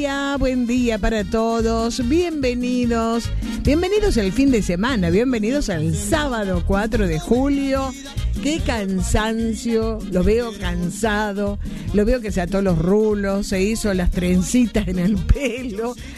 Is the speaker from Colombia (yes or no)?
no; Argentina